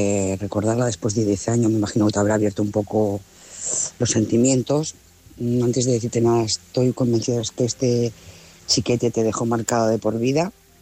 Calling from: Lloret de Mar, Catalonia, Spain; Hola, buenas noches, corresponsales, audiencia … de Lloret de Mar.

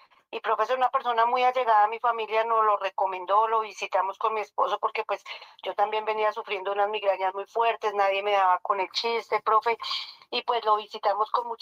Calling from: Nemocón, Cundinamarca, Colombia; yo lo estoy llamando acá desde Nemocón.

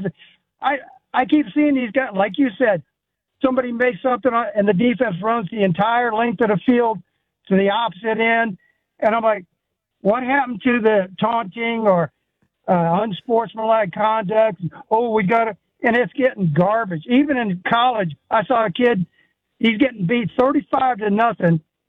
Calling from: Florida, United States; I'll tell you what, I'm calling from Florida.

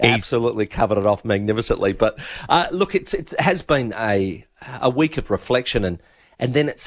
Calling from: Australia; They had never met an Australian.

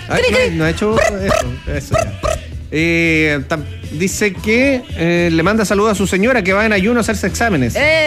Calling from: Ñuñoa, Santiago Metropolitan, Chile

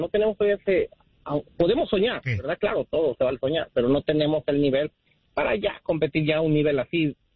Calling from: Mexico

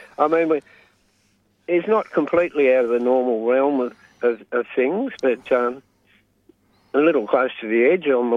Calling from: Flinders Island, Tasmania, Australia

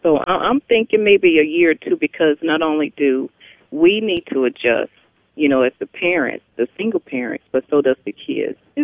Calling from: Fayetteville, North Carolina, United States; I'm calling from Fayetteville, North Carolina.

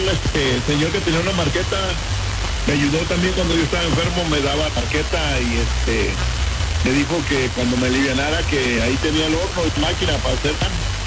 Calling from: Springfield, Utah, United States; Estamos en Utah, para que no se confunda la gente, entrego el área de California. Utah, Springfield, Utah.

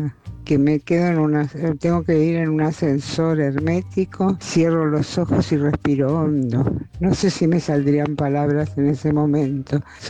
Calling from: Buenos Aires, Argentina; de Flores

